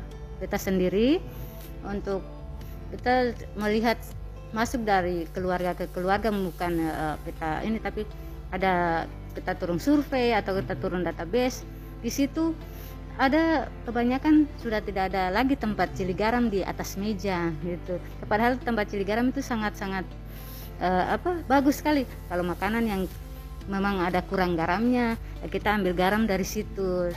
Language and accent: Indonesian; Ambon, Maluku, Indonesia; sedangkan kita di Ambon sini